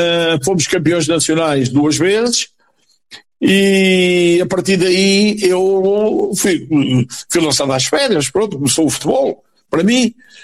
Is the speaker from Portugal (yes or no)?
yes; Peniche, Centro, Portugal; moved away as an adult; now in Montijo, Portugal; Eu sou natural de Peniche, embora viva no Montijo há mais de 50 anos, porque vim para aqui jogar para a primeira divisão, para o Montijo. Casei aqui, daqui são os meus filhos, são os meus netos.